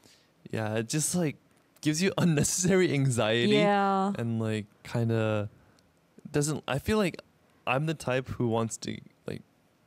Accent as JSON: {"language": "English", "country": "Australia", "lives_now": "Korea", "said": "from Australia, and I have been living in Korea for 3 years."}